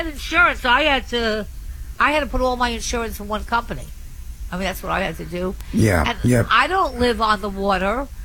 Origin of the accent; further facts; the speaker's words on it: Long Island, New York, United States; I'm from Long Island. The taxes are astronomical.